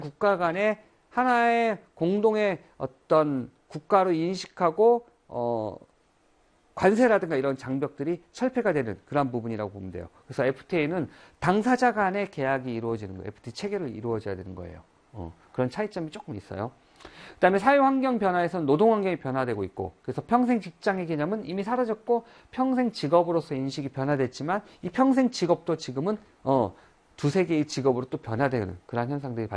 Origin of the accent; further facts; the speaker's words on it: Jeju, South Korea; 제 고향이 제주도니까 선생님 잘 알죠.